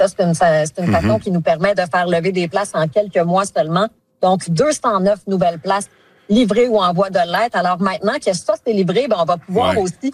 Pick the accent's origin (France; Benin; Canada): Canada; Quebec; on a la population la plus vieillissante chez nous en Gaspésie, particulièrement dans la baie des Chaleurs.